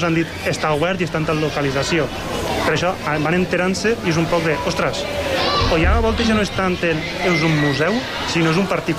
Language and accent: Catalan; La Llosa, Valencian Community, Spain; Jo sóc de la Llosa, però he crescut